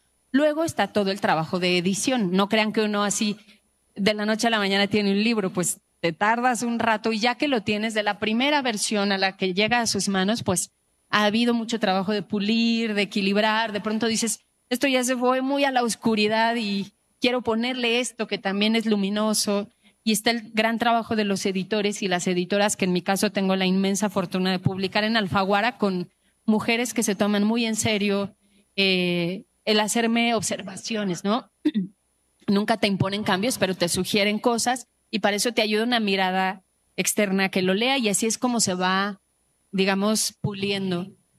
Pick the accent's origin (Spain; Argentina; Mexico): Mexico; Pues porque soy mexicana.